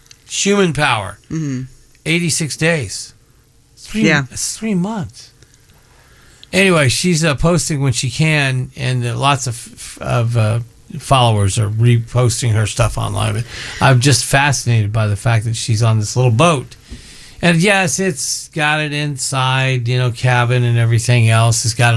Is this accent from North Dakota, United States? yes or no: no; Monterey, California, United States; From my hometown of Monterey, California, all the way to Honolulu.